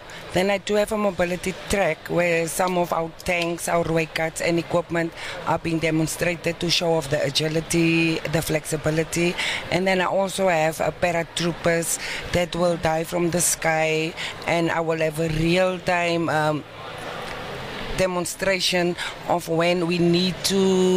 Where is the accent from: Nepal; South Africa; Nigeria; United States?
South Africa; Oudtshoorn, Western Cape; I grew up in Oudtshoorng, very small town in the Western Cape, yes, where the School of Infantry is established.